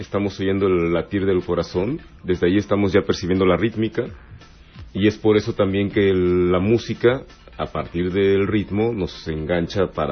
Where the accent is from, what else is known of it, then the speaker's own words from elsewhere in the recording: Mexico; como pues somos mexicanos, hablamos español